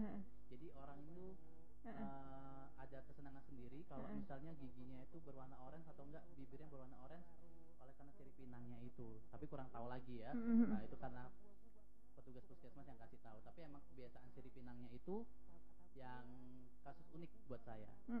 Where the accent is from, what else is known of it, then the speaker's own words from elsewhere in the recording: Banyuwangi, East Java, Indonesia; Kan kita saya itu dari Banyuwangi di Jawa itu tidak mendapatkan orang yang sirip pinang kebetulan.